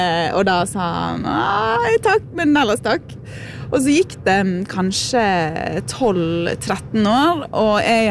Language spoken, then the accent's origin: Norwegian; Bergen, Vestland, Norway; also born or lived in Kaupanger, Sogndal; Jeg kommer fra Bergen, men jeg har vokst opp 2 år, til jeg var 2 år, i Kaupanger i Sogndal.